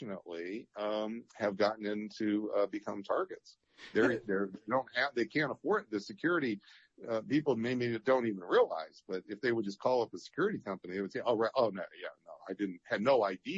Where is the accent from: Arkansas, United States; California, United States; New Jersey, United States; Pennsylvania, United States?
Pennsylvania, United States; Erie; April 2025. Yeah, yep. … So I'm from Western PA. I'm from Erie, Pennsylvania.